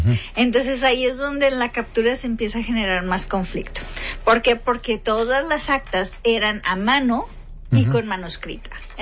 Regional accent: Agualeguas, Nuevo León, Mexico

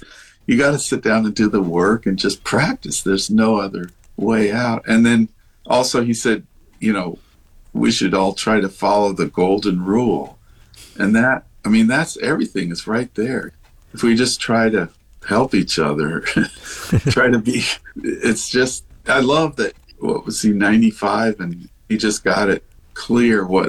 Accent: Denver, Colorado, United States; yeah, I grew up in Denver and I watched the Mickey Mouse Club on TV, you know, so why shouldn't I include that?

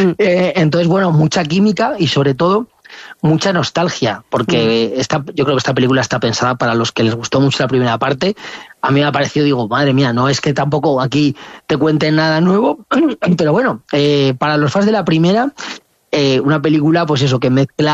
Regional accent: Aragon, Spain; Yo estaba trabajando de cartero rural, ese que era de la primera quincena de septiembre, ahí en mi pueblo de Lama de Aragón.

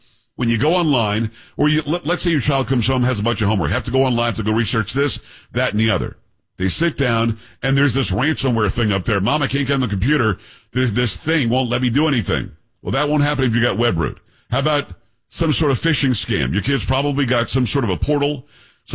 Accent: Florida, United States; Now, when I grew up in South Florida, we had a next-door neighbor

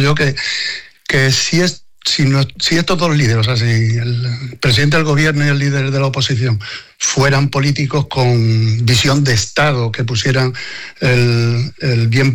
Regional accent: Lugo, Galicia, Spain; Encantado de hablar con vosotros y sobre todo que soy de Lugo, que tengo amistades desde pequeño y a través de mis padres con familia de Lugo.

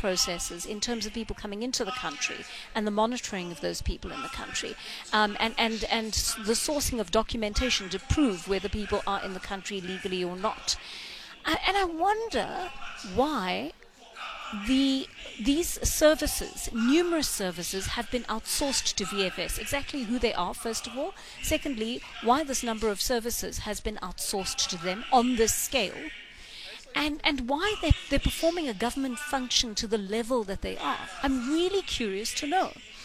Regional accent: South Africa; that doesn't sit well with me as a South African citizen who expects everybody around me to be able to travel in and out of the country as an equal

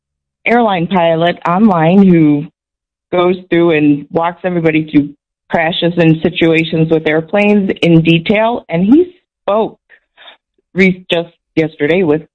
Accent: Chicago, Illinois, United States; I'm from Missouri now. I'm former Chicago resident, lifelong.

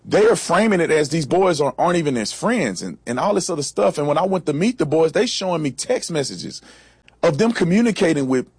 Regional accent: Fort Worth, Texas, United States; And I grew up in Fort Worth, Texas, in the hood.

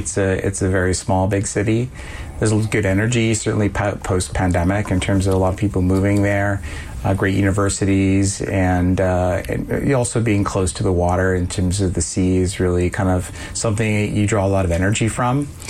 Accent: Moncton, New Brunswick, Canada; I grew up in New Brunswick, in Moncton and also northern New Brunswick. And my my father was a bank branch manager, so we moved around a little bit across the Maritime provinces.

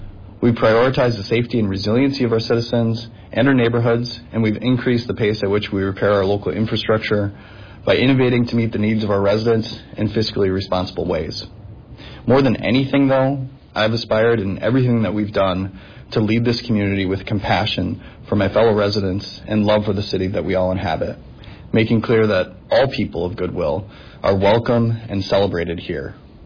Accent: Green Bay, Wisconsin, United States; Growing up in Green Bay, I never dreamed I'd have the honor to serve you, my fellow citizens, as your mayor.

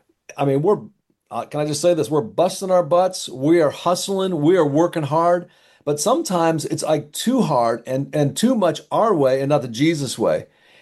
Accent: Chicago, Illinois, United States; One of them is in Chicago, which is my hometown.

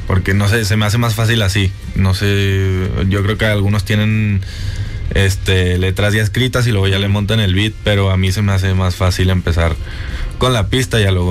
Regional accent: Barcelona, Catalonia, Spain; also born or lived in Monaco; Ahí nací en Mónaco y luego nos fuimos a Barcelona.

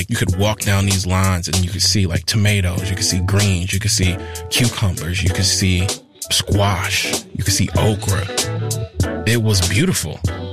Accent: Mississippi, United States; You know, the house that I spent most of my time at growing up in Mississippi

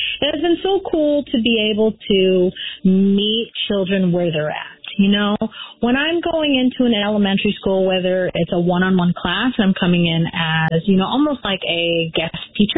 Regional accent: Las Vegas, Nevada, United States; born or raised there

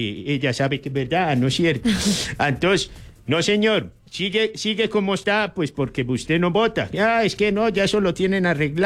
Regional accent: Colombia; Todos somos colombianos

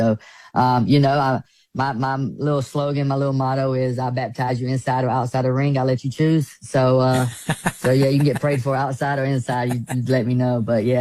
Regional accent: Pembroke, North Carolina, United States; Yeah, I grew up in Pembroke, North Carolina. It's pretty rough. It's still rough. It's a place where everybody knows everybody, but we have one of the worst crime rates in North Carolina, and one of the worst cities in North Carolina.

